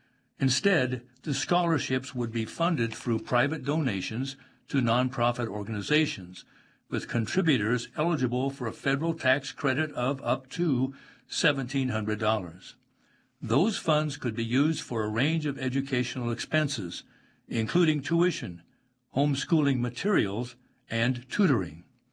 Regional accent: Michigan, United States; Take my home state of Michigan.

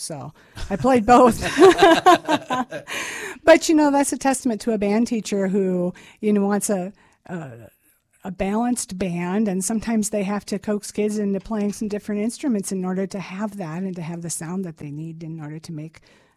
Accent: Nora Springs, Iowa, United States; I grew up in Norris Springs and local girl. So grew up here, ended up living here and working here.

